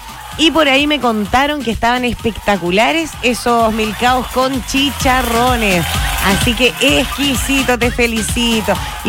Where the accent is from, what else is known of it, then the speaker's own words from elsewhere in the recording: Chile; somos porfiados los chilenos